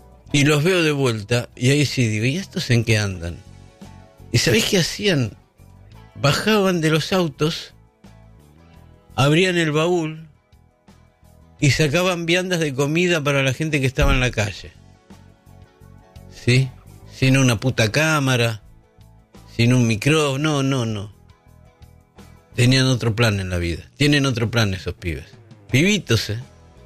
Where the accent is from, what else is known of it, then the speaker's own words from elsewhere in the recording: Argentina; sos argentino, y digo argentino. ¿Por qué no nací en Hawái, boludo?